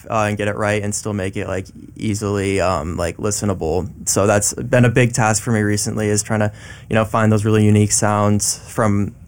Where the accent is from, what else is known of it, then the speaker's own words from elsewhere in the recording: Denver, Colorado, United States; moved away as an adult; I'm from Denver, Colorado.